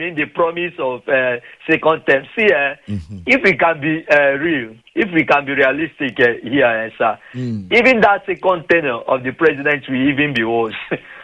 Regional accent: Aba, Abia, Nigeria; I'm a full-blooded Ungwa guy from Aba, born and brought up in Aba.

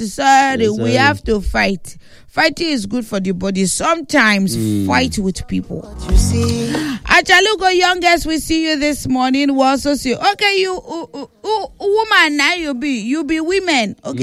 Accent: Lekki, Lagos, Nigeria; from Lekki.

